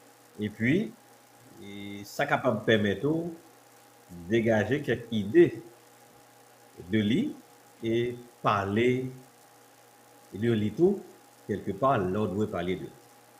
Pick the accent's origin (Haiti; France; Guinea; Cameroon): Haiti; Mais c'est pas trop coin dans la tête maintenant en tant qu'Haïtien